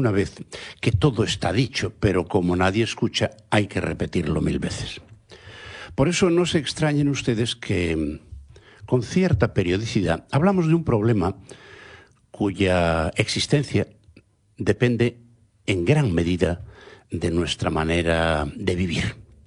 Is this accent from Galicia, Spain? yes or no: yes; Galicia, Spain; first language Galician; Spanish is a second language; mi lengua materna, el gallego